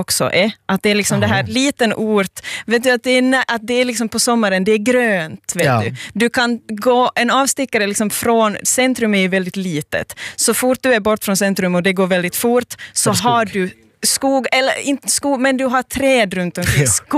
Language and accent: Swedish; Kauniainen, Uusimaa, Finland; moved away; Jag är uppvuxen i Grankullen.